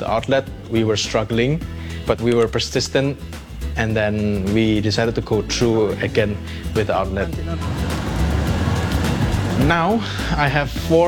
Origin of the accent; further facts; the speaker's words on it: Surabaya, East Java, Indonesia; This is one of the mall in Surabaya, my hometown.